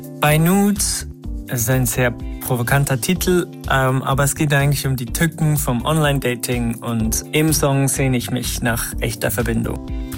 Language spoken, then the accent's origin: German; Bern, Switzerland; moved away as an adult; now in Zurich, Switzerland; ich bin ein Musiker aus der Schweiz und ich komme aus dem Berner Oberland, wohne aber jetzt schon seit 10 Jahren in Zürich.